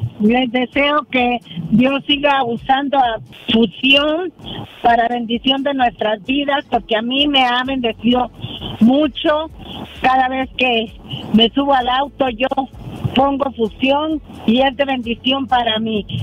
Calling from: Las Vegas, Nevada, United States; escucho desde Las Vegas, Nevada.

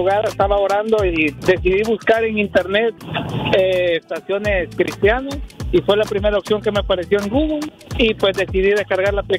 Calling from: Burnsville, Minnesota, United States; Los escucho desde aquí, desde Minnesota. La ciudad se llama Burnsville.

